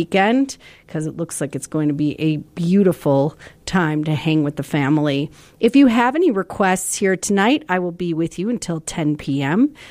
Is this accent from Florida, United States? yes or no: no; Chicago, Illinois, United States; especially those of you in Chicago, my hometown, to mom, dad, and friends who are supporting me